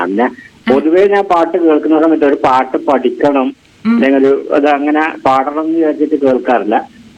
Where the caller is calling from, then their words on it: Payyanur, Kerala, India; Payyanur